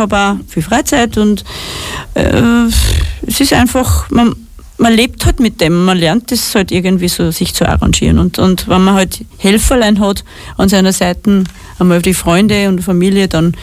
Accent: St. Valentin, Lower Austria, Austria; Da spiele ich sogar in meiner Heimatstadt in St. Valentin am 12. September in Schloss Wettra

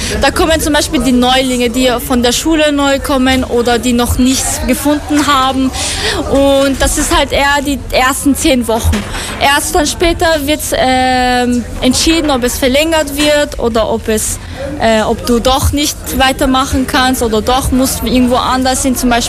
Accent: Afghanistan; moved away; Ich komme aus Afghanistan.

